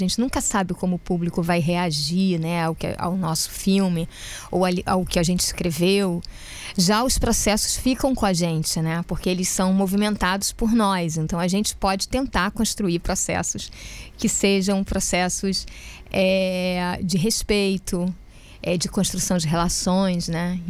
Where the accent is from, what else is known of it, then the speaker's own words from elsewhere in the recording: Rio de Janeiro, Brazil; also born or lived in Germany; Eu cheguei aqui, parecia que eu estava na minha cidade, onde eu nasci, no Rio de Janeiro.